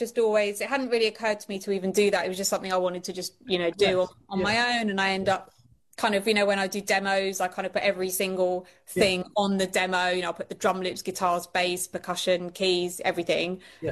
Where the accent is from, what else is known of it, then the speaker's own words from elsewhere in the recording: London, United Kingdom; moved away as an adult; also born or lived in New York / Los Angeles; and then I'm from North London